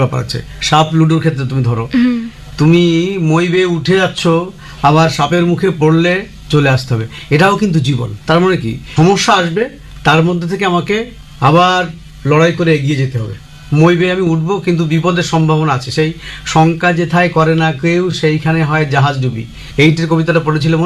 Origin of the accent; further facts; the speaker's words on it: India; বিশেষ করে আমাদের ইন্ডিয়াতে